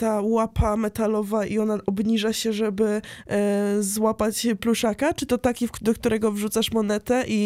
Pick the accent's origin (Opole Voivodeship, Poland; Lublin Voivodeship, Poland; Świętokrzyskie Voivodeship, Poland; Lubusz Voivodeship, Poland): Lubusz Voivodeship, Poland; i ja, i Dominika pochodzimy z pięknego województwa lubuskiego